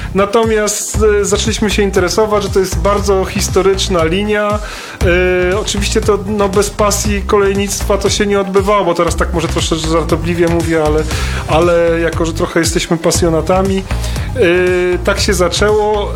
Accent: Tuchola, Kuyavian-Pomeranian Voivodeship, Poland; moved away; Nie pochodzimy z tego regionu. Ja osobiście pochodzę z Tucholi w Borach Tucholskich, też z bardzo malowniczego miejsca.

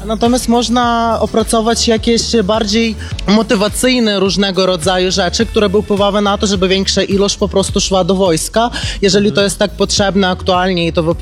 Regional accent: Ukraine; Polish is a second language; now in Poland; nie pochodzę z Polski, ogólnie jestem z Ukrainy, więc uważam, że nie byłoby to zbyt etycznie wtrącać się w pytania wewnętrzno-polityczne Polski.

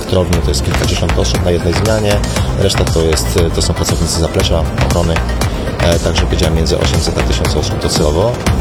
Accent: Pomeranian Voivodeship, Poland; Jestem tam Pomorzaninem, nie urodziłem się w Gdańsku, ale jestem z Pomorza i doceniam walory tej części polskiej.

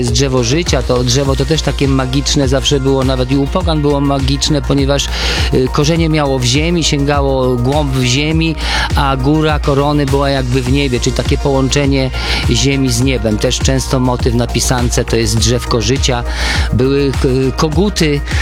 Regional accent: Lower Silesian Voivodeship, Poland; born there; Ja się urodziłem na Dolnym Śląsku

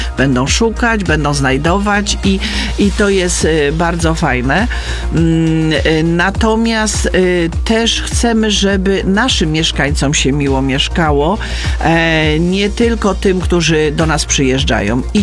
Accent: Lower Silesian Voivodeship, Poland; nie ma piękniejszych kamieni niż u nas w Sudetach

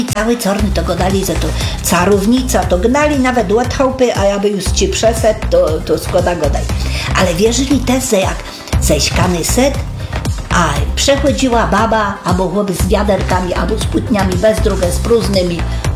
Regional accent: Silesian Voivodeship, Poland; bo u nas w Justynie to tak, do Skrzytnia jest daleko

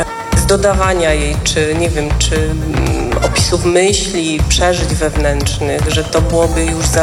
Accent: Kraków, Lesser Poland, Poland; now in Sól, Poland; bo jestem rodowitą krakuską. Mieszkam tutaj od półtorej roku w gminie Rajcza, w miejscowości Sól.

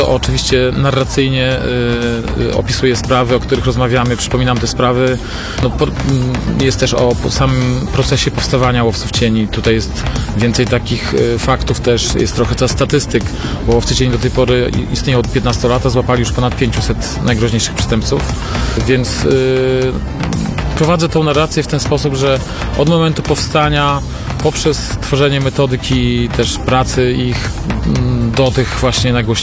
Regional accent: Białystok, Podlaskie Voivodeship, Poland; born there; Dokładnie, ja jestem urodzony w Białymstoku. Tutaj też zaczynałem swoją pracę dziennikarską, więc zawsze do Białegostoku chętnie wracam.

